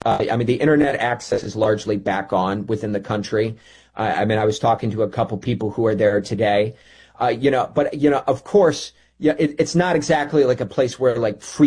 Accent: Cleveland, Ohio, United States; now in Qatar; I feel way more safe here in Qatar than I do in my hometown of Cleveland, Ohio.

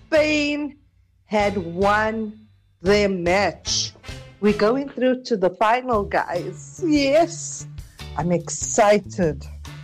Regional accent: Polokwane, Limpopo, South Africa; from Polokwane

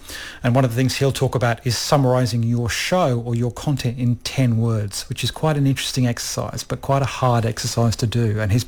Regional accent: Australia; I'm Australian

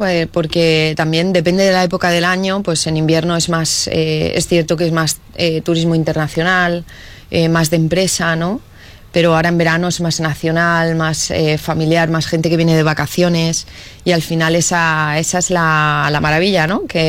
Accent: Elche, Valencian Community, Spain; Yo soy una enamorada de Elche, lo abandero siempre donde voy, y siempre lo digo, nosotros no tenemos nada que inventar, Elche tiene todo.

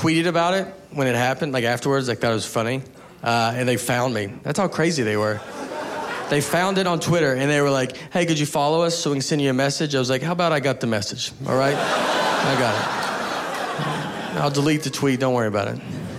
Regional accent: the South, United States; Growing up in the South, no one honks ever.

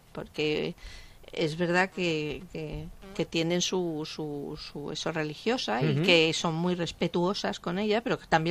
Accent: Spain; que soy española, la más mayor de todas, tenía 63 años.

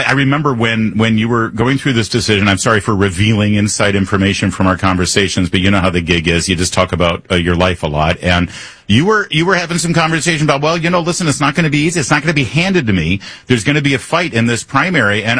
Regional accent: Michigan, United States; Yes, I'm originally from Michigan.

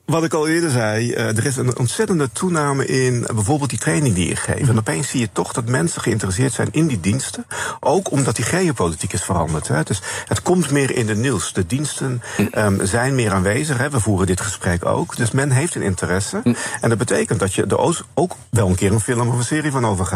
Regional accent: Netherlands

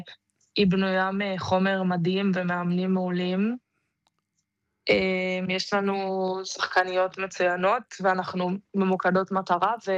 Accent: Ramat HaSharon, Tel Aviv District, Israel; אני גדלתי ברמת השרון כל החיים שלי, בשנה הבאה אני משחקת באמריקה.

